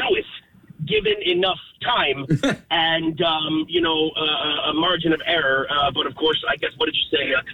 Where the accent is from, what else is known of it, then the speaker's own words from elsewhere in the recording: Connacht, Ireland; now in United States; I am from County Galway. I'm from outside the city.